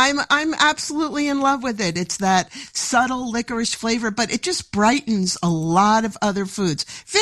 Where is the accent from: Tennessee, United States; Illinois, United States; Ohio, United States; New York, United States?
New York, United States; born or raised there